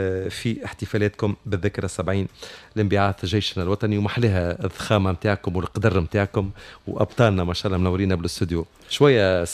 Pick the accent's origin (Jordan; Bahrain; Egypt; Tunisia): Tunisia; محلاها بلادنا تونس الغالي